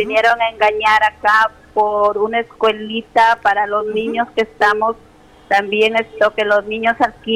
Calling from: Túcume, Lambayeque, Peru; Desde el asentamiento humano La Primavera, segunda etapa.

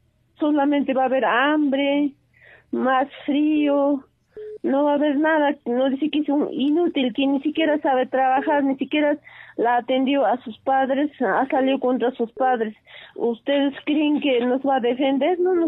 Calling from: Ayaviri, Puno, Peru

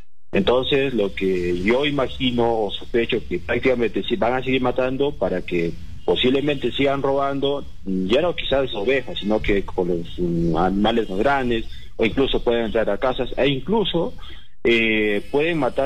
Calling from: La Cañada district, Cajamarca, Peru; de acá del caserío de Micuipampa.

